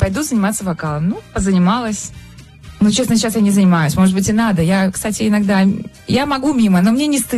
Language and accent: Russian; Moscow, Russia; born there; also born or lived in Minsk, Belarus; Я первый класс пошла уже здесь, ну, в Москве.